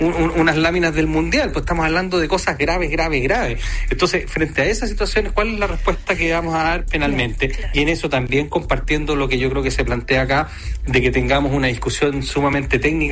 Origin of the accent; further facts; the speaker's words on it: Chile; yo lo digo como cualquier chileno